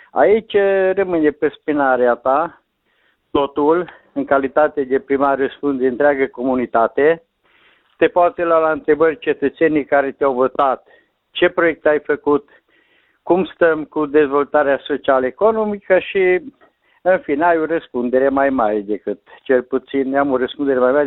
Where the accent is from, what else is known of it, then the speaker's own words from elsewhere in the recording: Romania; e satul meu natal, am intrat să candidez și la ora actuală mă aflu tot aici la sediul primăriei.